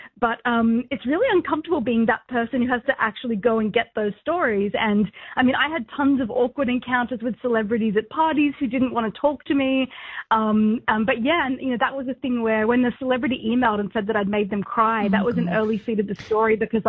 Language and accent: English; Australia; accent: Australian; moved away as an adult; now in New York, United States; I'm as Aussie as it gets. I've been living in the US for 10 years, but, I'm very... You won't hear an American accent on me, never.